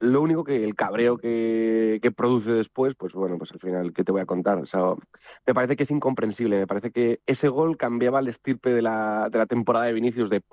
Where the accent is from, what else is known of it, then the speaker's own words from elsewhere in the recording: Zaragoza, Aragon, Spain; soy de Zaragoza, yo tengo consistencia al frío, yo nací en el frío